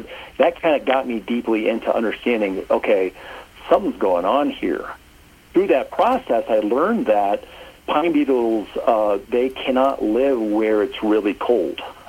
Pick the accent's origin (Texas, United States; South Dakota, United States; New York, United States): Texas, United States; also born or lived in Oklahoma; I was born in Oklahoma, and I grew up in Texas.